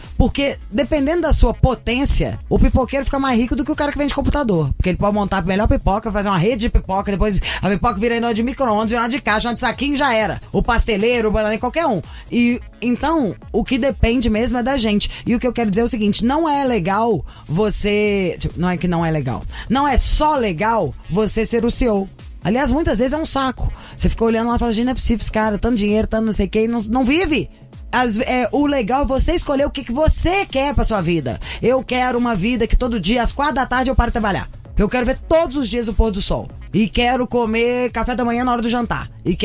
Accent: Belo Horizonte, Minas Gerais, Brazil; Você imagina, eu sou de Belo Horizonte, família inteira mora lá.

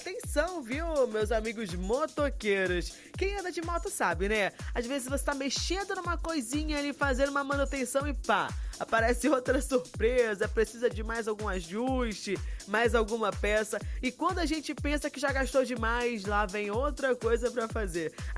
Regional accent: Porto Trombetas, Pará, Brazil; moved away; minha cidade maravilhosa, Porto Trombetas, é? Quem não sabe, sou de Porto Trombetas, sou bauxitinha

